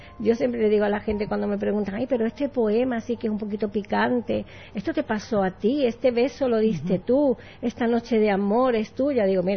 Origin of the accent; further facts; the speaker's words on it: Málaga, Andalusia, Spain; moved away as an adult; also born or lived in Brazil / Uruguay; now in Argentina; Viví en España hasta los 26 años, yo soy de Málaga, uh-huh. Y después me cambié a Brasil, donde viví otros 20 y tantos años.